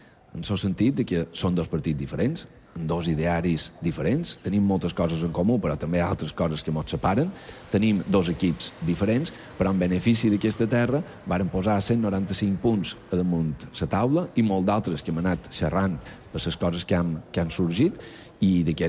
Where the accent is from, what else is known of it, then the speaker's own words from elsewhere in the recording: Balearic Islands, Spain; Som mallorquins i això és el que hem de defensar.